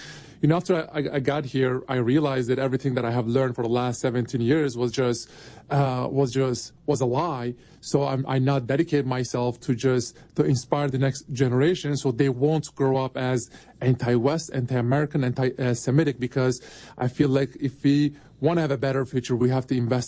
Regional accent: Turkey; also born or lived in Switzerland; now in United States; I'm born in Switzerland. I'm from Turkey. You know, growing up in Turkey was a very difficult childhood

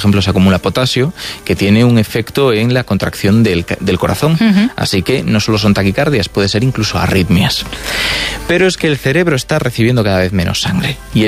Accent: Galicia, Spain; soy gallego, así que no sé. Se trata de ningún tipo de discriminación hacia Coruña

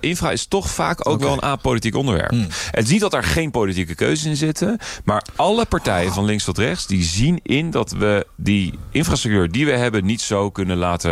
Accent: Rotterdam, South Holland, Netherlands; En daarbij zeg ik dan wel als Rotterdammer, dat ziet er dan misschien niet zo mooi uit

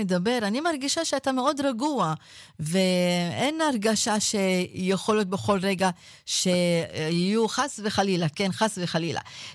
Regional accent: Northern District, Israel; now in Jerusalem, Israel; כי גם אני צפונית, כן? אמנם אני גרה בירושלים, אבל אני צפונית

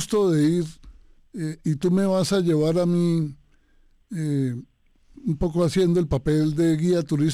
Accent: Bogotá, Colombia; yo, que soy de Bogotá, yo no conozco Leticia ni el Amazonas.

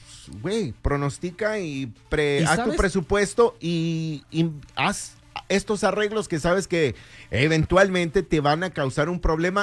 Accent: Mexico; A nosotros nos emboban por el lado del fútbol porque saben que como mexicanos el fútbol siempre vamos a responder.

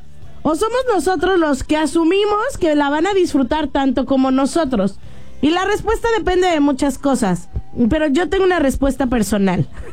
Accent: Mexico City, Mexico; Ay, soy chilanga, puedo hacer ese chiste, ¿no?

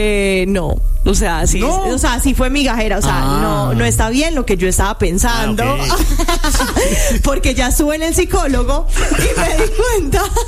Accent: Medellín, Antioquia, Colombia; Yo vengo de un barrio de Medellín que se llama Aranjuez, entonces sé lo problemático y lo difícil que puede ser crecer en un lugar así

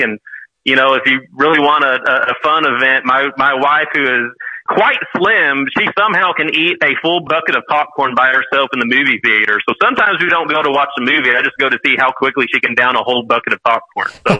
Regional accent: Leakey, Texas, United States; I grew up here in Texas out in a small town, which you won't be familiar with, of Lakey, Texas.

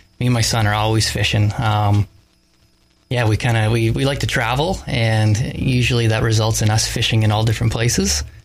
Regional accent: Minden, Ontario, Canada; I grew up in Minden here. I grew up on Bethel Road, and I live on Bethel Road still. I'm 36 years old, and I've operated a construction business here in Minden, Haliburton County, for the past eight, nine years.

